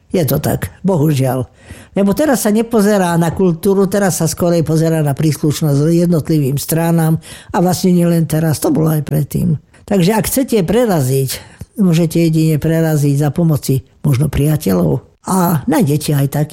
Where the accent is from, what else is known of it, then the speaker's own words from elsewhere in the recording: Kežmarok, Prešov Region, Slovakia; Kežmarok je moje rodné mesto, ktoré skutočne mám veľmi rada.